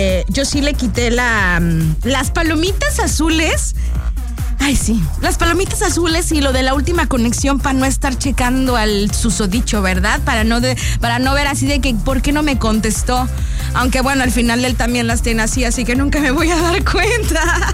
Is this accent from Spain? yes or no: no; Mexico